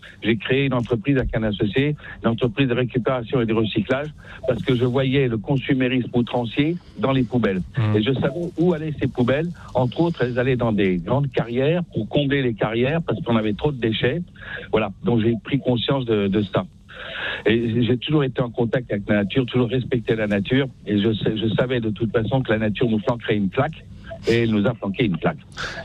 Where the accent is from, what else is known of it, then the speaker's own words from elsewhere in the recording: Tataouine, Tataouine Governorate, Tunisia; born there; also born or lived in Black Forest, Germany; mais je suis né en Tunisie, c'est comme ça, mon père était militaire, et j'ai vécu dans un petit village au bord du désert, qui s'appelle Funtataouin.